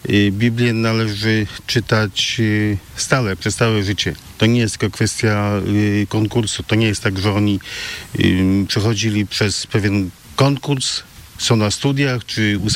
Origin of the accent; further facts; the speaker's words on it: Gorzów Wielkopolski, Lubusz Voivodeship, Poland; jestem z Gorzowa Wielkopolskiego